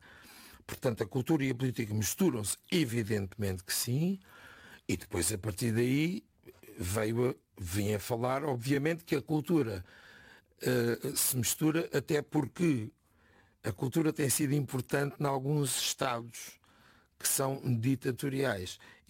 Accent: Setúbal, Portugal; Não gostava de deixar esta vida sem presidir à Câmara Municipal de Setúbal, que é a minha terra.

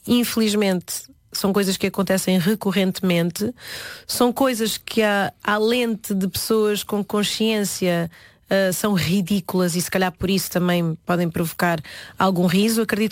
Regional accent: Portugal; born there; Eu vinha na barriga da minha mãe e já nasci cá.

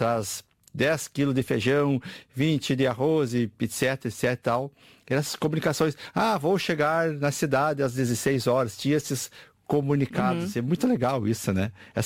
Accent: Santo Ângelo, Rio Grande do Sul, Brazil; accent: gaúcho; Falando especificamente de onde nasci, no Rio Grande do Sul.

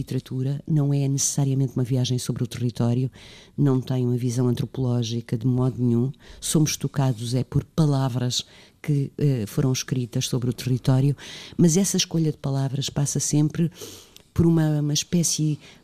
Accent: Mozambique; born there; moved away; eu, como nasci em Moçambique

